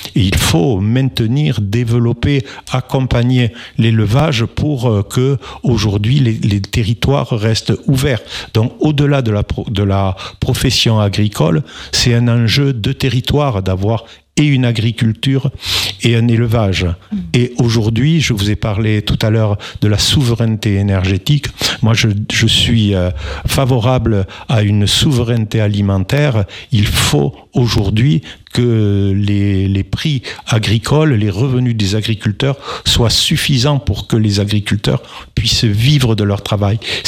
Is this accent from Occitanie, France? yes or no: yes; Mirepoix, Occitanie, France; vous savez, je suis de Mirepoix, oui.